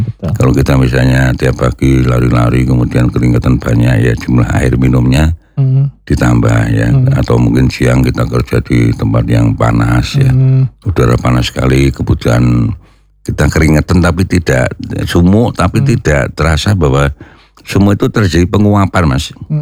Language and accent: Indonesian; Mersi, Central Java, Indonesia; Ada yang tanah seperti di Mersi, daerah saya kan di Mersi ya. Itu banyak sekali mengandung pasir.